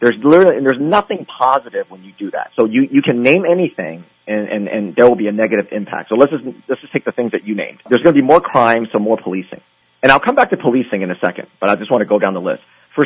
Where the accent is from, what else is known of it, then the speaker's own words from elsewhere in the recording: California, United States; I'm from California, so I've seen this over the course of, 20, 25 years ago.